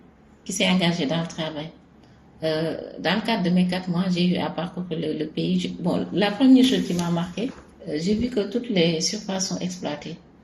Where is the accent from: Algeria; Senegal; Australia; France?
Senegal; Dakar; je suis journaliste. Je viens de Dakar au Sénégal.